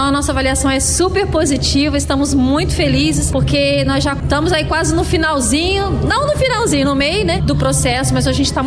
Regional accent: Brazil; eu sou brasileira

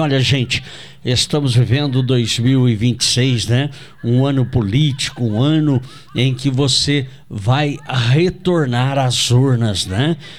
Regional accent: Brazil; somos nós brasileiros.

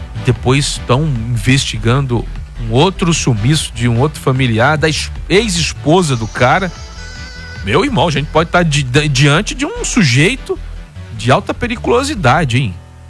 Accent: Alagoas, Brazil; moved away; lá no meu estado, em Alagoas

